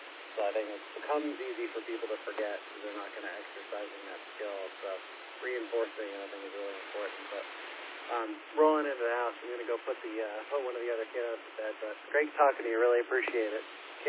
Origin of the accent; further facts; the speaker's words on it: New England, United States; moved away; I grew up in New England